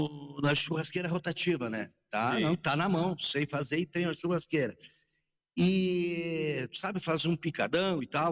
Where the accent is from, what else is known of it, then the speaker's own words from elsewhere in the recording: Encantado, Rio Grande do Sul, Brazil; now in Soledade, Brazil; eu sou natural de Encantado. Eu faz mais de 50 anos que eu moro em Soledade.